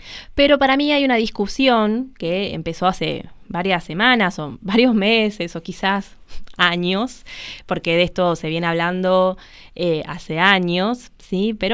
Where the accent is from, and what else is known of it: Argentina